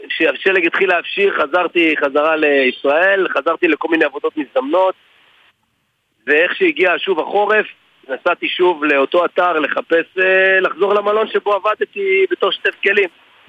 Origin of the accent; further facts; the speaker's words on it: Northern District, Israel; moved away as an adult; now in Tel Aviv, Israel; גם אני קיבוצניק אגב, במקור מקיבוץ ניר דוד, ובאיזשהו שלב עברתי לתל אביב, כמו שעושים כזה אחרי הדיול, אחרי הצבא